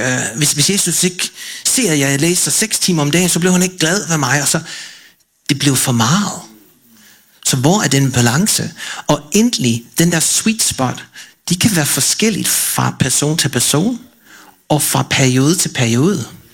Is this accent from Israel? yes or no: no; Oregon, United States; Danish is a second language; now in Denmark; Jeg voksede op i Oregon, i en inner city, sådan en stor by, hvor der var en baptistkirke i nærheden